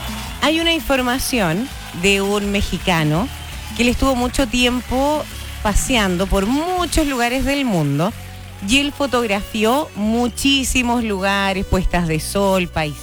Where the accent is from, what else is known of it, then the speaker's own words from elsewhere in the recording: Chile; Sí, se dice que los chilenos son bastante pillos. Somos. Oye, somos todos chilenos, por supuesto.